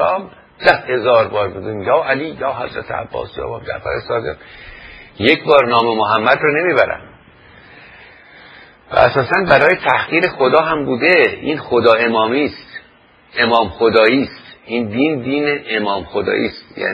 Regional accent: Iran

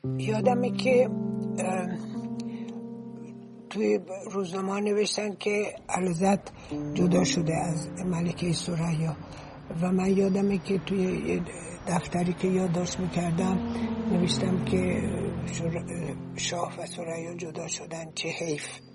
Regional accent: Iran; یه دفعه یه کسی پرسید شما از کجا هستین، من که گفتم ما ایرانی هستیم

